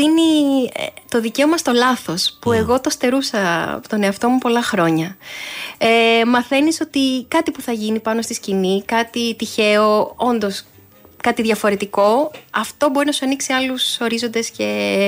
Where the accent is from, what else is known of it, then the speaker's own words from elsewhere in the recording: Lamia, Central Greece, Greece; born there; also born or lived in Pyrgos; Πρακτικά γεννήθηκα στη Λαμία. Ναι. Έζησα 5 χρόνια στον πύργο